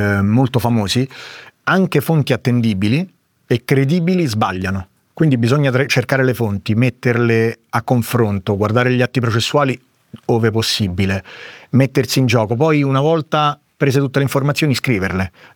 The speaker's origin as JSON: {"language": "Italian", "town": "Rome", "region": "Lazio", "country": "Italy"}